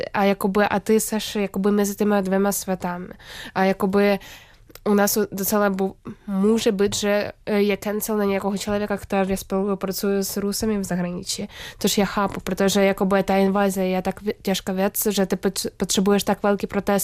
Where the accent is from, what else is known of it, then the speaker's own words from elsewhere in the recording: Kyiv, Ukraine; Czech is a second language; moved away as an adult; now in Prague, Czechia; já jsem původně z Kyjeva